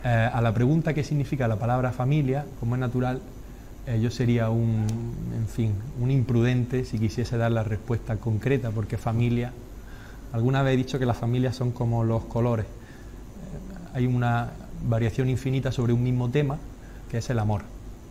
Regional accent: Adra, Andalusia, Spain; born there; en mi pueblo, en mi querido pueblo, en Adra

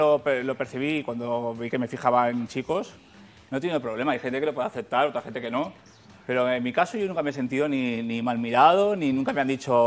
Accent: Santa Coloma de Gramenet, Catalonia, Spain; born there

